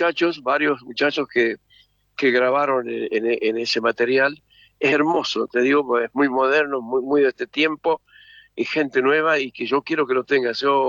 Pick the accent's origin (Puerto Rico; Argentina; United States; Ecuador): Argentina